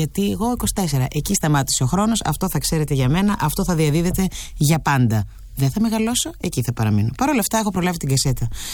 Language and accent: Greek; Athens, Attica, Greece; Είμαι ένα κορίτσι που γεννήθηκα και μεγάλωσα στην Κυψέλη, την αγαπημένη περιοχή της Κυψέλης. Ο πατέρας μου ήταν από την Ουγκάντα, η μητέρα μου Ελληνίδα, επομένως είμαι μια Αφροελληνίδα καλλιτέχνηδα.